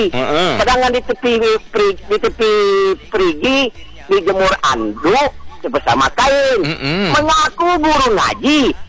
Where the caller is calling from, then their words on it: Indonesia; kita Melayu Indonesia